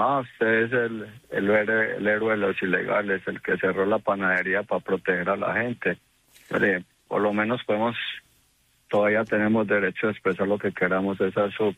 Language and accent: Spanish; Antioquia, Colombia; somos de sangre paisa, sangre de arrieros. Yo fui exmilitar en Colombia.